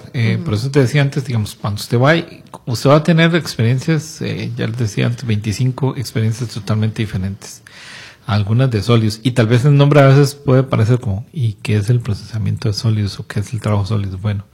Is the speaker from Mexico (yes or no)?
no; San Carlos, Alajuela, Costa Rica; Bueno, yo soy de San Carlos